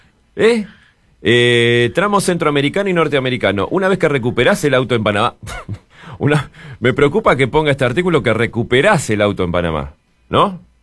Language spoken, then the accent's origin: Spanish; Bella Unión, Artigas, Uruguay; born there; now in Punta del Este, Uruguay; El punto más lejano que tenemos acá de Punta del Este es mi pueblo, ¿no? Es Bella Unión.